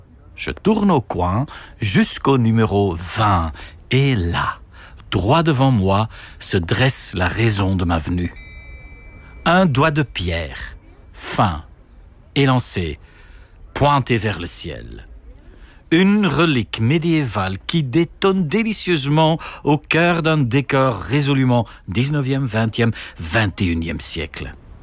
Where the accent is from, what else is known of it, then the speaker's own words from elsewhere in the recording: Flanders, Belgium; chez nous en Flandre